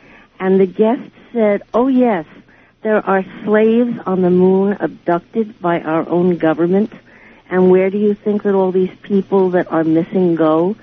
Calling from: New York, United States; I'm listening from New York.

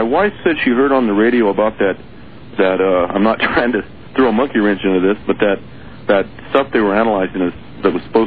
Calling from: Oregon, United States; in Oregon.

